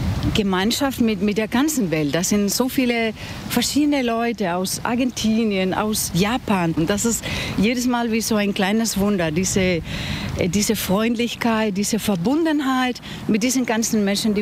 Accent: Spain; now in Lübeck, Germany; Ich komme selber aus Spanien

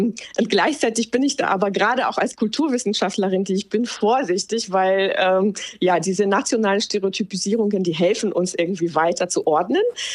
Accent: Poland; now in Germany; das ist, wie ich mich jetzt als Polin fühle und das ist jetzt, wie ich mich als Deutsche fühle, sondern ich glaube, das Besondere ist eben, dass es so ein Mischwesen ist

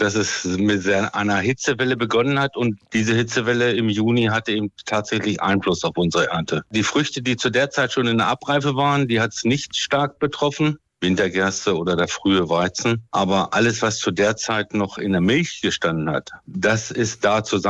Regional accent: Lower Saxony, Germany; Ich komme ja aus der Hildesheimer Börde

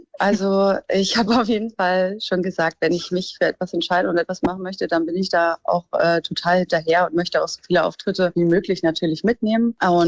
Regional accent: Hamburg, Germany; moved away as an adult; now in Amelinghausen, Germany; Was mich unterscheidet, ist absolut, dass ich nicht hier geboren bin. Ich komme nicht von hier. Ich komme aus Hamburg, bin dort aufgewachsen

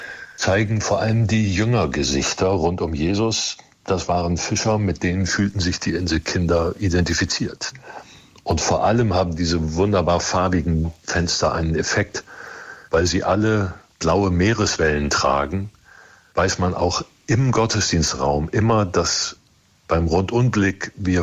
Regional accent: Germany; now in Wangerooge, Germany; ich bin an der Küste aufgewachsen.

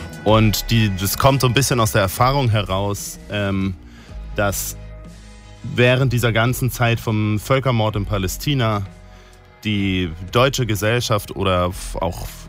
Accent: Berlin, Germany; weil wir kommen aus Berlin. In Kreuzberg war das nicht so ein Thema.

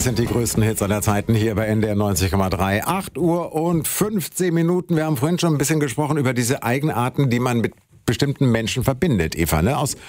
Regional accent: Hamburg, Germany; Was denken sie über uns Hamburger und Hamburgerinnen?

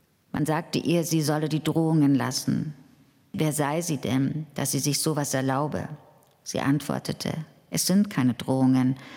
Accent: Germany; Also ich bin in einem Land, in der DDR aufgewachsen, die hatte nicht nur Vorteile

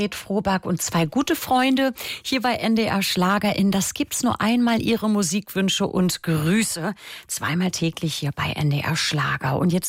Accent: Kiel, Schleswig-Holstein, Germany; Und zwar von Helga Röhling aus meiner Heimatstadt Kiel.

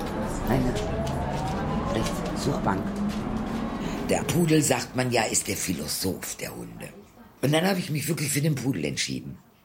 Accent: Karlsruhe, Baden-Württemberg, Germany; also born or lived in Bilbao, Spain; now in Cologne, Germany; Ich bin nach Köln gezogen wegen der Liebe. Aber aufgewachsen bin ich in Karlsruhe. Mein großer Bruder und ich, wir sind beide in Bilbao geboren. Wir sind am 30. August 1962 nach Deutschland.

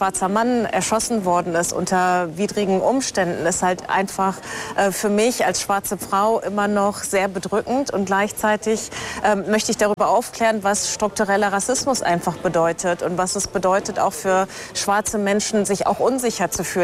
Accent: Oldenburg, Lower Saxony, Germany; Oldenburg ist meine Heimat und trotzdem ist es manchmal so, dass Leute mich nicht nach Oldenburg zuordnen oder sich wundern, warum ich so gut Deutsch spreche.

